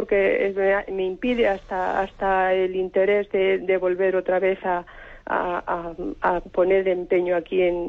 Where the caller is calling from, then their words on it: Madrid, Community of Madrid, Spain; de Madrid.